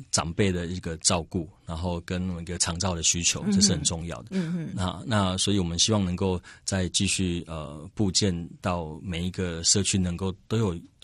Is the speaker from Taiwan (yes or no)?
yes; Chiayi County, Taiwan; 能够让我们的家乡的年轻人有好的就业机会，能够回来故乡。